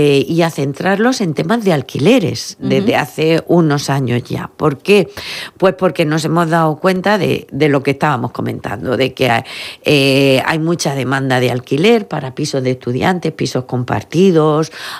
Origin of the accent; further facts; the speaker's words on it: Cieza, Region of Murcia, Spain; moved away as an adult; yo soy de Cieza, me fui a estudiar a Murcia